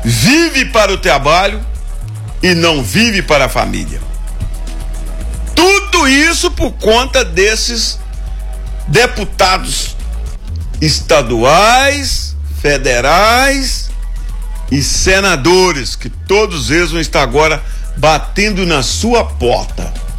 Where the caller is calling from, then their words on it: Divinolândia de Minas, Minas Gerais, Brazil; Eu sou vereador na minha cidade, em Divinolândia de Minas.